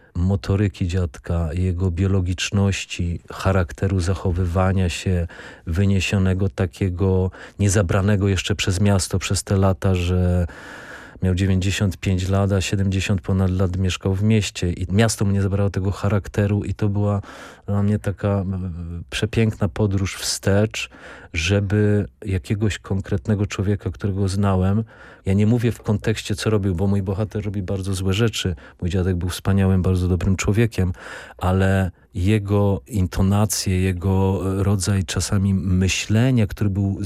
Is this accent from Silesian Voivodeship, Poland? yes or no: yes; Sosnowiec, Silesian Voivodeship, Poland; Ja jestem z Sosnowca